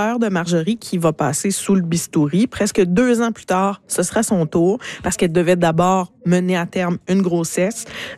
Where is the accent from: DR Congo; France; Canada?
Canada; Quebec; chez nous, au Bas-Saint-Laurent.